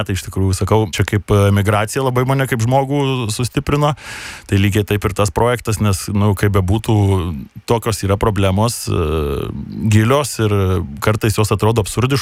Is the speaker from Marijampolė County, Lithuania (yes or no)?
yes; Marijampolė, Marijampolė County, Lithuania; nes iš Marijampolės su krepšiuku atėjau, dabar jau didesnį bagažą tu